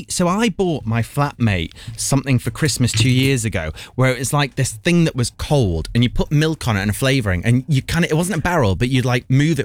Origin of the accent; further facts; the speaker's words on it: Yorkshire and the Humber, United Kingdom; I'm from Yorkshire.